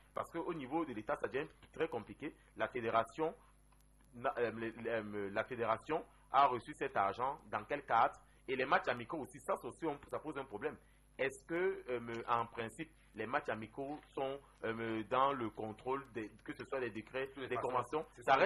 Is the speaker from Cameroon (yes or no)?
yes; Cameroon; nous, on doit se poser la question que, en tant que Camerounais, comment le gouvernement ne réagit pas